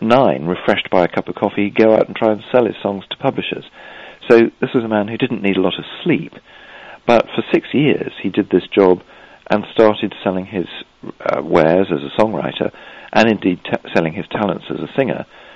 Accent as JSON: {"language": "English", "region": "England", "country": "United Kingdom", "said": "I expect my accent gives me away."}